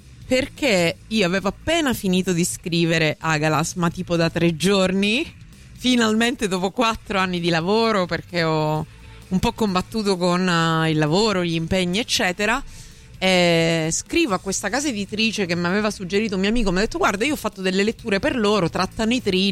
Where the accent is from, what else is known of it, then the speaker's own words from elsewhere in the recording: Messina, Sicily, Italy; accent: Messinese; moved away as an adult; now in Rome, Italy; io sono arrivata a Roma nel 2014, sono siciliana, messinese, come si può sentire dall'accento, perché ha l'orecchio allenato a sentire il messinese.